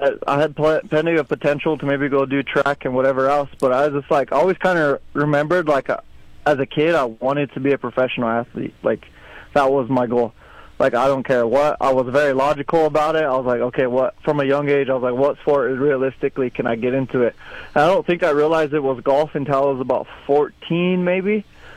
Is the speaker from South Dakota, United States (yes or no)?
yes; Kyle, South Dakota, United States; I grew up in Kyle, South Dakota, on the dead center of the Pine Ridge Reservation.